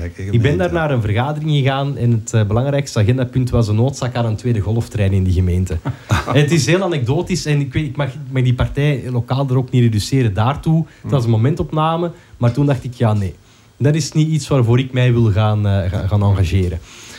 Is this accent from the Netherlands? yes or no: no; Schilde, Flanders, Belgium; now in Antwerp, Belgium; Ik woon nu in Antwerpen, maar ik ben opgegroeid in Schilde.